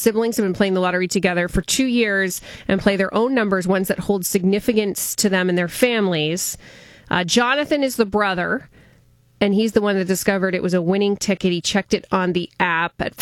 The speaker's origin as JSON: {"language": "English", "town": "Windsor", "region": "Ontario", "country": "Canada", "tie": "born or raised there", "said": "And my hometown, Windsor, Essex"}